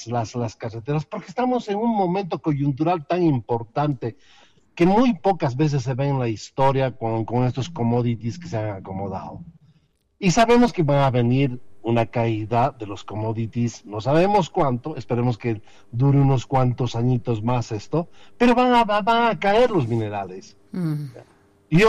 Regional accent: Potosí, Bolivia; es mi pueblo. Potosí

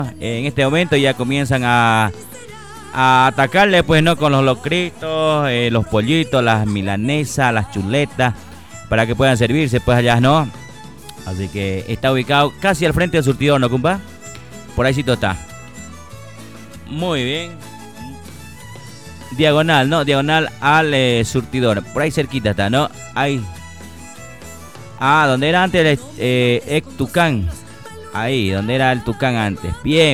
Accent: Mizque, Cochabamba, Bolivia; Ella es una misqueña de corazón, ¿no? Allá de mi tierra, ¿eh?

